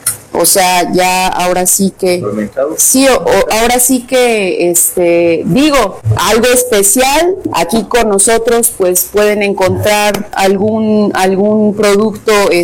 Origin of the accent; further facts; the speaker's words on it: Rioverde, San Luis Potosí, Mexico; como mexicanos y como potosinos y rioverdenses